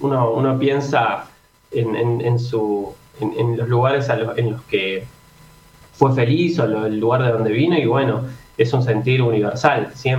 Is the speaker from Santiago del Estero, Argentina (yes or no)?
no; Lanús, Buenos Aires Province, Argentina; moved away; fotos mías con la camiseta del Club Lanús de bebé, en la murga de la Plaza Sarmiento, en la que bailaba, y en las casas de Lanús, en la primera casa de Lanús, de Lanús Este, que era una casa grande. Ya después nos mudamos a Lanús Oeste, un departamento